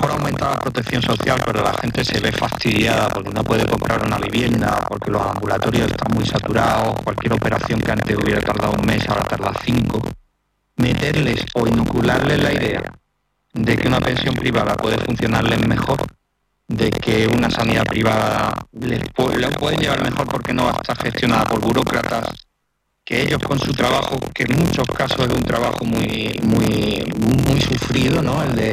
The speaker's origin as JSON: {"language": "Spanish", "region": "Andalusia", "country": "Spain", "said": "Tenemos en común yo como tú somos andaluces"}